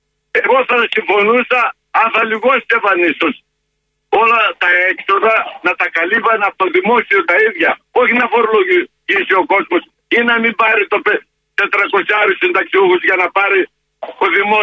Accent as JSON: {"language": "Greek", "country": "Greece", "lives_now": "Germany", "said": "Εγώ δεν είμαι Γερμανός. Εγώ είμαι Έλληνας. Εγώ για την Ελλάδα ενδιαφέρομαι."}